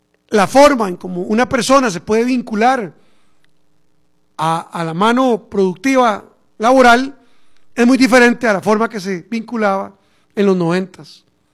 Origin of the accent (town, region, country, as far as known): Costa Rica